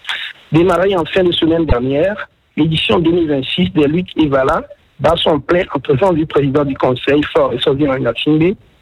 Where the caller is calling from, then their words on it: Lomé, Maritime, Togo; j'appelle de Lomé.